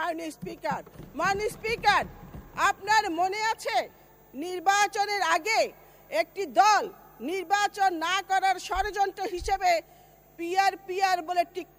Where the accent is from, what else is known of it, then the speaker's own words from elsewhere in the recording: Feni, Chittagong Division, Bangladesh; আমরা ফেনীর মানুষ